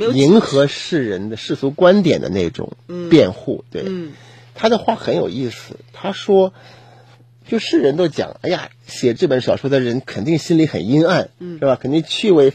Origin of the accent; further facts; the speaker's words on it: China; 我们中国人以前都那看几本书嘛